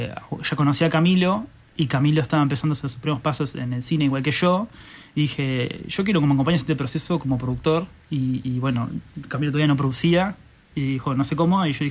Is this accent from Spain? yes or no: no; Uruguay